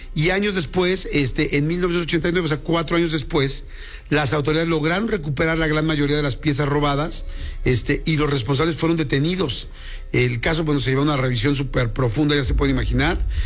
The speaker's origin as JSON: {"language": "Spanish", "country": "Mexico", "said": "Solamente éramos como 6 mexicanos, toda la más de la gente internacional."}